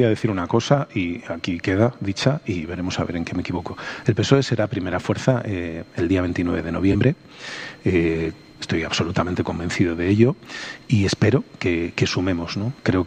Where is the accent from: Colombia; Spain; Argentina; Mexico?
Spain; Valladolid, Castile and León; Pero yo soy de Valladolid